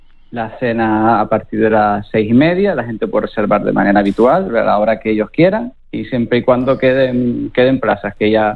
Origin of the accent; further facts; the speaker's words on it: Canary Islands, Spain; now in Tenerife, Spain; yo también soy de Gran Canaria